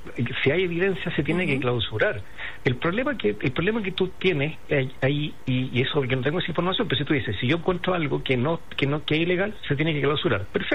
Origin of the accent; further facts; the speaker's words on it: Iquique, Tarapacá, Chile; yo soy de Iquique